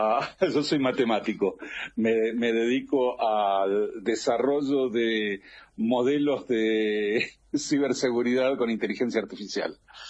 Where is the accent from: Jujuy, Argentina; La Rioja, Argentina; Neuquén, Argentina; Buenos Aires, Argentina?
Buenos Aires, Argentina; moved away as an adult; also born or lived in Cobunco (south of Argentina); now in San Francisco, San Luis, Argentina; muy chiquito que se llama Cobunco, de 200 habitantes. Pero viví casi toda mi vida en Buenos Aires, salvo algún pequeño periodo en el exterior, casi toda mi vida en la ciudad de Buenos Aires.